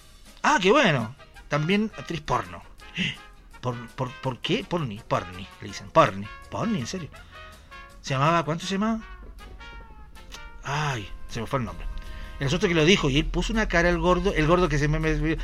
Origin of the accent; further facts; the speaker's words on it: Uruguay; vengo acá al mercado, acá, porque el mercado uruguayo, porque soy uruguayo